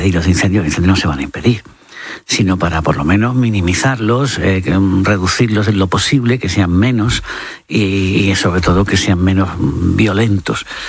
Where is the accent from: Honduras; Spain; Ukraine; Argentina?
Spain; Andalusia; Yo he crecido en la Vega de Carmona, un territorio donde hay mucho cereal y trigo y tal.